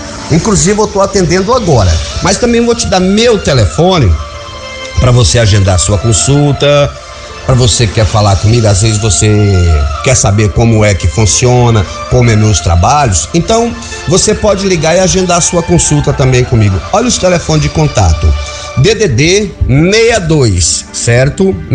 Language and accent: Portuguese; Bahia, Brazil; Sou baiano com muito orgulho, graças a Deus.